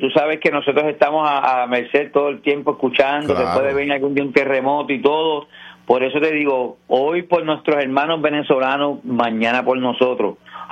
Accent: Aguadilla, Puerto Rico; demostremos de qué estamos hechos los aguadillanos. Así que vamos para adelante, que yo voy a mi pueblo.

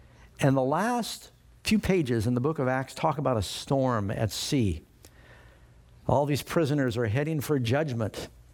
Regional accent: New York City, New York, United States; I grew up in New York City, and our governor was Nelson Rockefeller at one point.

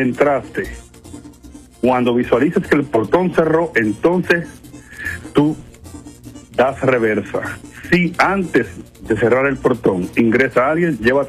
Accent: Dominican Republic; also born or lived in Japan; Soy dominicano, graduado en Japón

